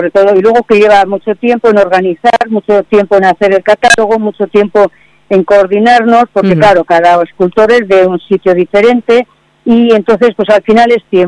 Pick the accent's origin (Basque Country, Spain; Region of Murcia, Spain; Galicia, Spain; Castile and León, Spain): Basque Country, Spain; pues el resto somos de Álava, de Vitoria sobre todo, y de algunos pueblos de alrededor.